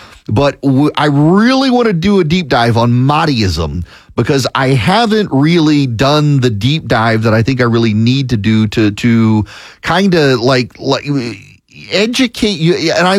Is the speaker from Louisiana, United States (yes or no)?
yes; Louisiana, United States; That is, now I'm from Louisiana, so I always say due west, even though I mean due east.